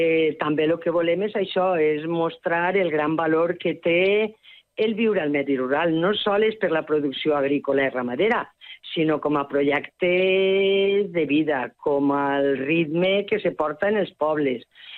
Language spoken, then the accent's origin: Catalan; Valencian Community, Spain; born there; moved away as an adult; now in Els Ports, Spain; Jo soc nascuda a l'Horta, allà al Boralla. Després fa més de 20 anys que estic a la comarca dels Ports